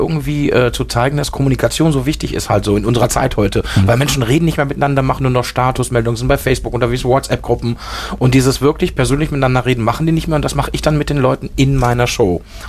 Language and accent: German; Germany; born there; also born or lived in Spain; Also ich bin hier geboren in Deutschland. Als ich ein halbes Jahr alt war, meine Eltern sich getrennt. Und dann ist meine Mutter mit uns Kindern nach Spanien. Und da bin ich erstmal eingeschult worden und habe erstmal nur Spanisch gesprochen.